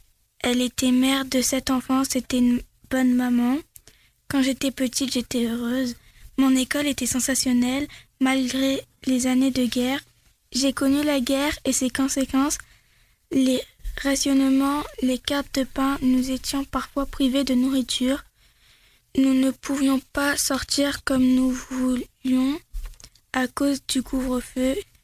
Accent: Lévignan, France; j'ai 96 ans. Je suis née à Lévignan, j'ai grandi à Lévignan.

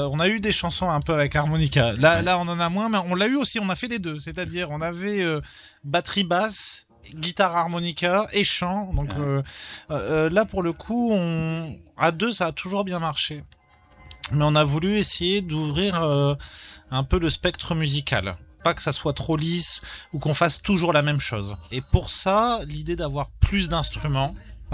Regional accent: France; Et puis aussi, nous en tant que français, ce qu'on appelle country, c'est pas forcément ce que les Américains appellent country.

